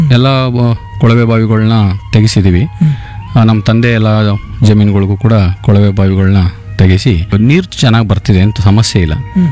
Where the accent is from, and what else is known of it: Heggadadevanakote, Karnataka, India